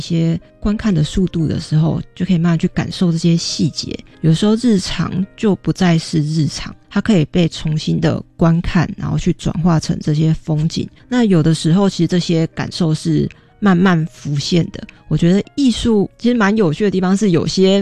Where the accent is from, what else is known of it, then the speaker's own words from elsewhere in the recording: Kaohsiung, Taiwan; now in Taipei, Taiwan; 它的创作起源是我的家乡高雄为发展的题材。